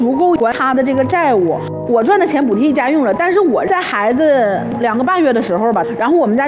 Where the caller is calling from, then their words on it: Jilin, China; 我们是吉林的嘛